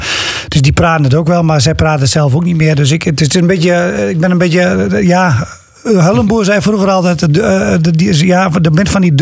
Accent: Luttenberg, Overijssel, Netherlands; toevallig een beetje redelijk uit de regio, Luttenberg dan, waar ik dan zelf vandaan kom. Of vlakbij waar ik vandaan kom, zeg maar.

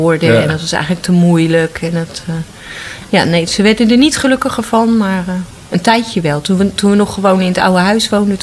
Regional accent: Utrecht, Netherlands; born there; Ik ben op de Oude Gracht geboren.

